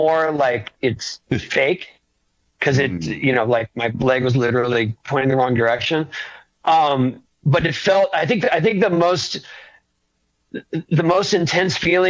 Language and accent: English; San Diego, California, United States; Yeah, well, I grew up in San Diego